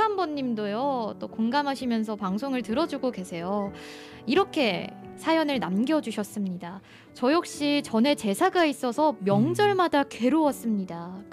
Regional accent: North Jeolla, South Korea; 또 제 고향이 전북이라서 더 마음이 좋네요.

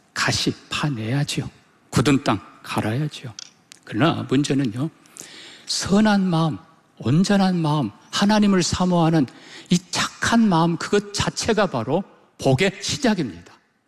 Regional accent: South Jeolla, South Korea; 제 고향 가까운 곳에 여러분 아실 겁니다. 해창만

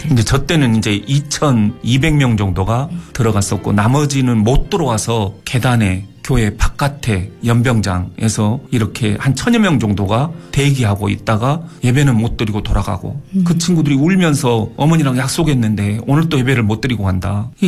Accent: Haenam, South Jeolla, South Korea; 저는 극동방송이 제가 이제 땅끝에서 태어났거든요.

